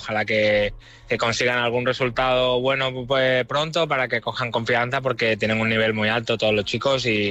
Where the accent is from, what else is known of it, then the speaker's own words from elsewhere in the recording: Málaga, Andalusia, Spain; para mí, siendo malagueño, habiendo jugado en la cantera y luego en el primer equipo, y bueno, yo vivo aquí, mi casa está aquí